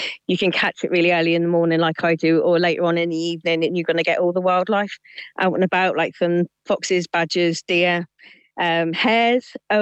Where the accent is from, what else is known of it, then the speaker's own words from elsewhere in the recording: Devon, South West England, United Kingdom; now in North Somerset, United Kingdom; I come from Devon, so obviously the Strawberry Line isn't down there. But when I moved to North Somerset